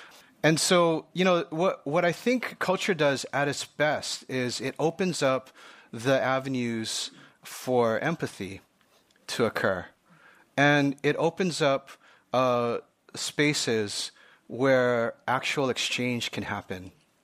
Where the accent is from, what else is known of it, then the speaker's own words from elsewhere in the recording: Honolulu, Hawaii, United States; as a kid growing up in Honolulu, Hawaii